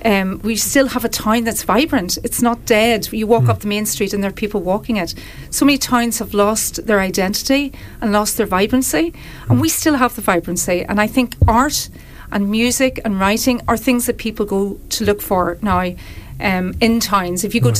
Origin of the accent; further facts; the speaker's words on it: Holywood, Northern Ireland, United Kingdom; now in Wexford, Ireland; I'm originally from Hollywood County Down.